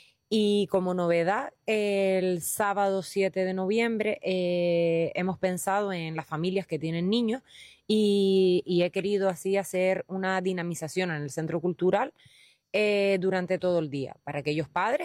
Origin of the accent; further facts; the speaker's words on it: Lajares, Canary Islands, Spain; Al final es un evento que se hace en mi pueblo, en Los Lajares.